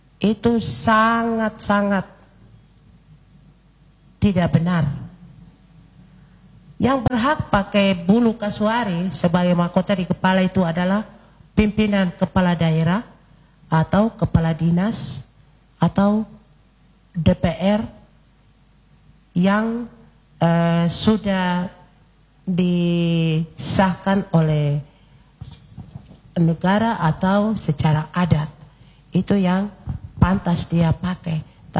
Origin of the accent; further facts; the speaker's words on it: South Papua, Indonesia; kita orang asli Mapi harus melestarikan dan menjaga lingkungan hidup dan keberadaan masyarakat adat itu sendiri